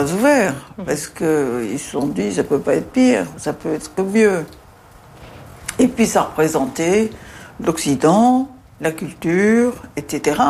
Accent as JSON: {"language": "French", "town": "Casablanca", "region": "Casablanca-Settat", "country": "Morocco", "tie": "born there", "said": "Moi, je suis née à Casablanca, mon père est né en Algérie"}